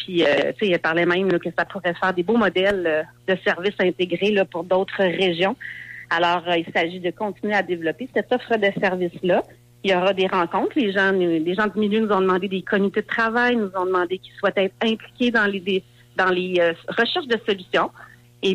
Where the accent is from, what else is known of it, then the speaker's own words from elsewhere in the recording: Rivière-du-Loup, Quebec, Canada; also born or lived in Cabano, Témiscouata; Je suis née à Rivière-du-Loup. J'ai vécu à Rivière-du-Loup. Ma famille vient d'ici.